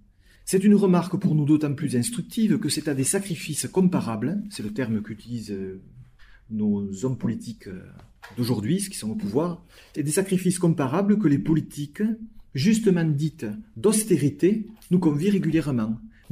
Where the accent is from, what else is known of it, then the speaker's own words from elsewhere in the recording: Mazamet, Occitanie, France; Moi, je suis originaire de Mazamet, dans le Tarn, qui est une ville protestante, et mes ancêtres étaient patronnes d'usines, donc je sais de quoi je parle, protestants.